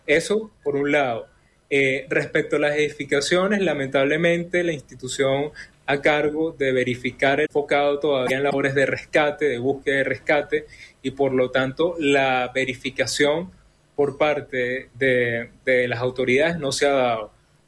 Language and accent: Spanish; Venezuela; para nosotros como venezolanos